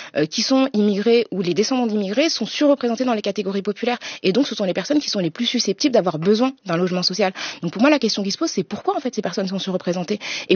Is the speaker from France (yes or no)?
yes; France; Nous, on a ce confort moral quand même en tant que Français